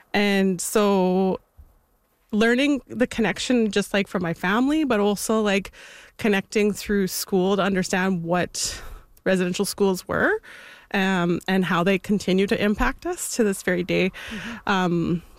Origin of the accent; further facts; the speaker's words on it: Winnipeg, Manitoba, Canada; my family, we're from Pikishish Cree Nation on Treaty 4 territory, so in Saskatchewan, but I was born and raised in Winnipeg, and I also am Métis, so my mom's side, we also have our communities are also St. Eustache and St. Francis Xavier